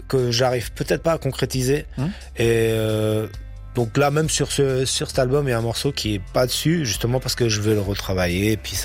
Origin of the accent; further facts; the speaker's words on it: Paris, Île-de-France, France; c'était vraiment moi, je suis parisien et lui il est marseillais déjà